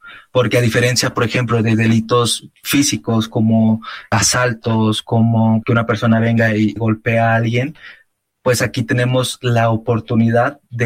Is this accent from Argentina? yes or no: no; Mexico; Pues básicamente en México, en mi país